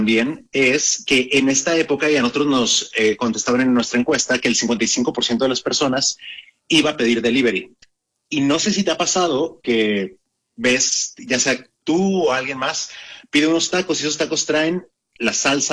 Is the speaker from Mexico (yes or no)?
yes; Mexico; siendo mexicano